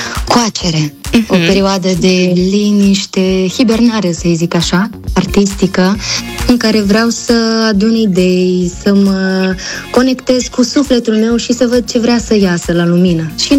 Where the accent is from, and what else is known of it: Moldova